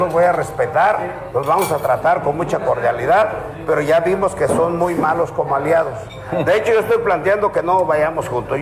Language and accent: Spanish; Arteaga, Michoacán, Mexico; born there; moved away; also born or lived in Zihuatanejo, Guerrero; Sí, pero yo nací en un pueblo de Michoacán. Yo nací en Arteaga, Michoacán.